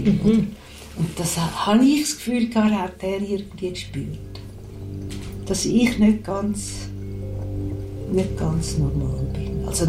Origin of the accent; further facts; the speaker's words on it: Zurich, Switzerland; Ich bin im Pfarrhaus aufgewachsen, auf dem Land, bei Winterthur.